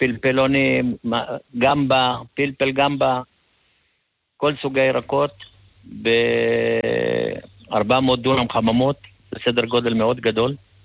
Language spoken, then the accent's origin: Hebrew; Sde Yitzhak, Haifa District, Israel; גדלתי בשדה יצחק